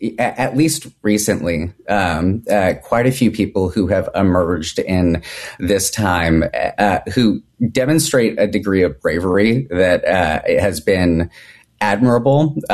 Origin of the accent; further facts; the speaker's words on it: California, United States; Growing up in California, too, I was there